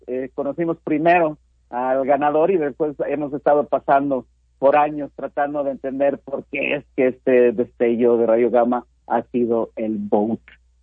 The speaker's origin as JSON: {"language": "Spanish", "country": "Mexico"}